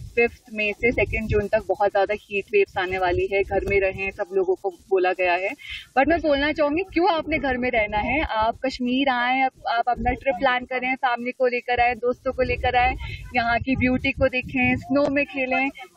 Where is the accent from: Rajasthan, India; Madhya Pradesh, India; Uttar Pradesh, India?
Rajasthan, India; Jaipur; हम लोग जयपुर राजस्थान से आए हैं और वहाँ पे बहुत गर्मी है।